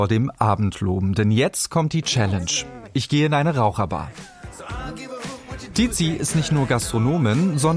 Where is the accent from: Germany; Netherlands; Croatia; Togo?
Croatia; Als Kroate denke ich eher an Cevapcici, aber ich lasse mich jetzt mal drauf ein.